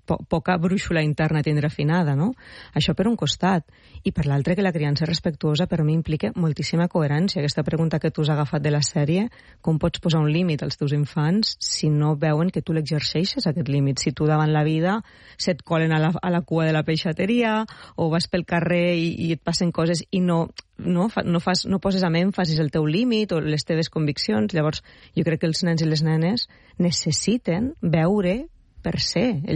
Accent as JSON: {"language": "Catalan", "region": "Pyrenees", "country": "Spain", "tie": "born there", "moved": "yes", "said": "estic al meu poble del Pirineu"}